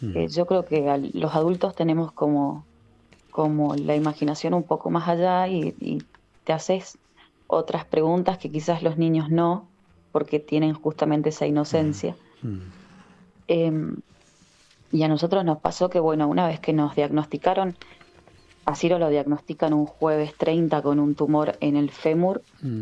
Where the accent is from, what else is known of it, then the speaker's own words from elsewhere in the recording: Mendoza, Argentina; moved away as an adult; now in Neuquén, Argentina; Nosotros somos mendocinos, pero vivimos en Neuquén hace ya 5 años. Entonces toda nuestra familia, todo nuestro pilar está en Mendoza.